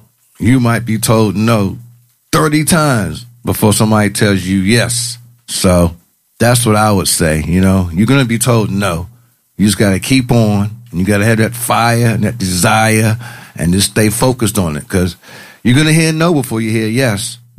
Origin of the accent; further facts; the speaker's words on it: London, United Kingdom; accent: British; I got the accent, but man, I'm a Londoner. I got the accent.